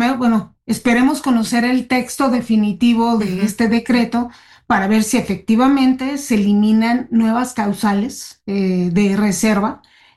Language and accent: Spanish; Mexico; no somos tontos los mexicanos